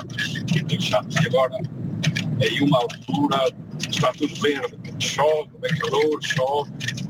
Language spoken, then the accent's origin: Portuguese; São Martinho de Mouros, Viseu, Portugal; now in Germany; da Alemanha … lá na minha terra onde nasci. Portanto, eu sou de São Martinho de Mouros